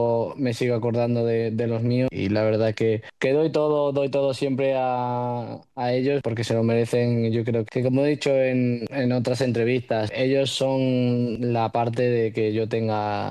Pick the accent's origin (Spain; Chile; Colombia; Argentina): Spain; Extremadura; vuestro chico de Extremadura seguirá siendo extremeño y lo llevaré con mucho orgullo